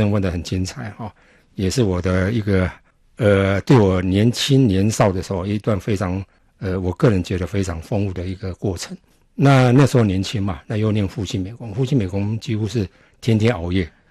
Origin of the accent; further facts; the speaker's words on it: Keelung, Taiwan; also born or lived in Yilan; 所以我是在基隆长大的，并不是在宜兰。